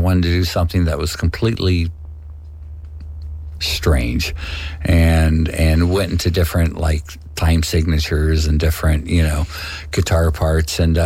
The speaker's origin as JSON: {"language": "English", "town": "Carlsbad", "region": "California", "country": "United States", "said": "You know, I'm from Carlsbad, just right north of San Diego."}